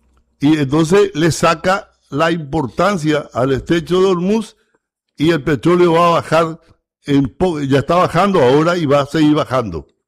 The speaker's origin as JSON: {"language": "Spanish", "country": "Paraguay", "said": "Y como paraguayo, me siento emocionado y orgulloso de ver una ciudad paraguaya así, hijo. Y lo otro, como paraguayo, tengo vergüenza de tener la capital que tengo."}